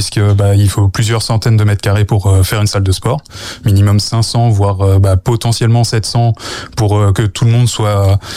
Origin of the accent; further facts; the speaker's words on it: Arnage, Pays de la Loire, France; je suis originaire d'Arnage.